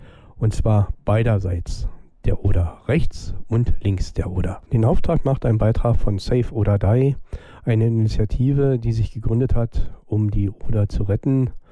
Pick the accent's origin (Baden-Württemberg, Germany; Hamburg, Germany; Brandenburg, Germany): Brandenburg, Germany; born there; Und die Sagen der Reitweiner Berge, die Fähren in Libus und das Haus rechts der Oder, wo ich geboren bin.